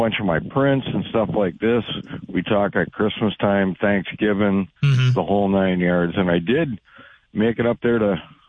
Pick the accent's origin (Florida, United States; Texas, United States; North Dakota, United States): North Dakota, United States; Grand Forks; I'm from Grand Forks.